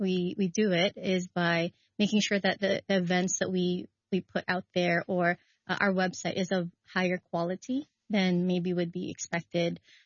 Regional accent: Hong Kong; growing up as a Filipino in Hong Kong

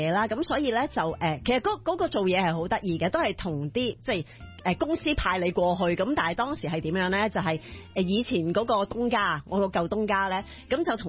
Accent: Hong Kong; 其实由细到大咧，我谂我即系作为一个香港人

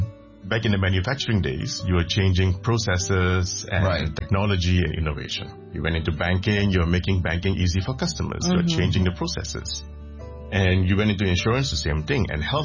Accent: Malaysia; Growing up in Malaysia wasn't easy. And when you look like me and you talk like me, it is already putting a different pressure.

